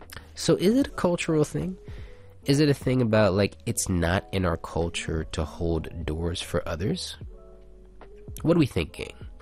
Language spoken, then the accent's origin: English; Oman; first language English; I'm an Omani, but I spent a lot of my life being half Omani, right? So I'm half Omani, half Filipino, and my parents didn't speak each other's languages. So my mom didn't speak Arabic and my dad didn't speak Tagalog, but they both spoke in English.